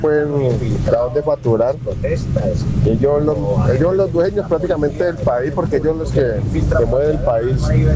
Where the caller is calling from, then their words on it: Colombia; los que nos vemos males somos nosotros, como colombianos.